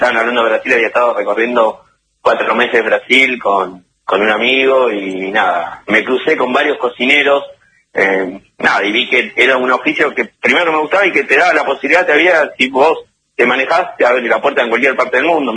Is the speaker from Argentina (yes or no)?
yes; General Rodríguez, Buenos Aires Province, Argentina; moved away as an adult; now in Lago Puelo, Argentina; yo me crié en General Rodríguez, provincia de Buenos Aires